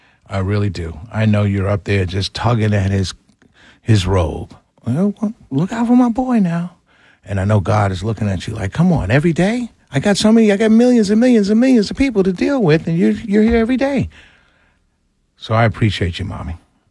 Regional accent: New York City, New York, United States; moved away as an adult; now in Atlanta, United States; I grew up in New York City, as many of you already know. I grew up in Harlem, a little village in New York City called Harlem, the greatest little village in the entire world.

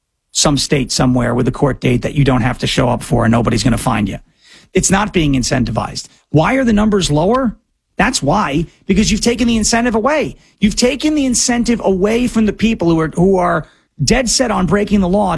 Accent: New York, United States; I grew up in New York. I spent 31 years of my 35 years on earth there. Born and raised on Long Island.

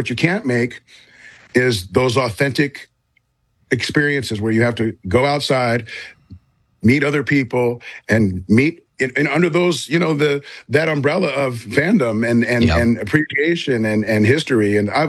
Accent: Hollywood, California, United States; I grew up in Hollywood in the San Fernando Valley

